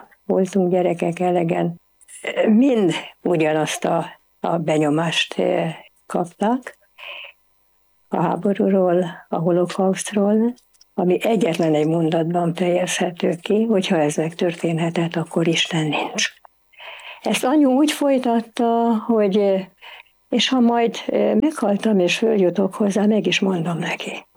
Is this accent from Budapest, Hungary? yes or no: yes; Budapest, Hungary; pszichiáter, 77 éves, Budapesten születtem, és mint egy holokauszt túlélő család, hogy így mondjam, második generációs tagja, Budapesten, a belvárosban, 7. kerületben laktam egy olyan házban, ami annak idején csillagos ház volt.